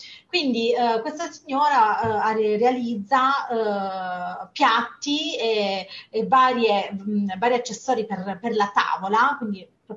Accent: Apulia, Italy; accent: Apulian; Poi un posto per mangiare i panzerotti, perché io sono pugliese, come appunto si può sentire

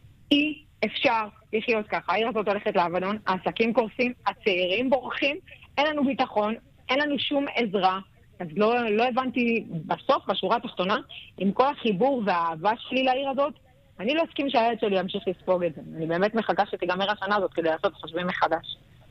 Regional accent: Kiryat Shmona, Northern District, Israel; אני נולדתי וגדלתי בקריית שמונה, ואני מחוברת לעיר ומחוברת לתושבים שלה.

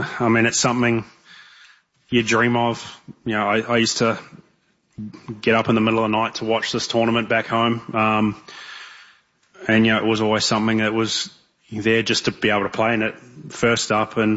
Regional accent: New Zealand; growing up in New Zealand, we play in a fair bit of wind

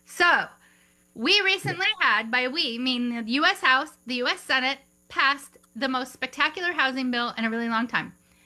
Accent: Chicago, Illinois, United States; born there; even though I was born in Chicago, Illinois, and have been a lifelong voter.

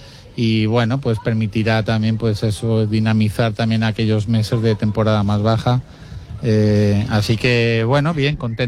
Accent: Galicia, Spain; born there; now in Alpujarra almeriense, Almería, Spain; Yo que soy gallego de nacimiento y ahora me han acogido aquí.

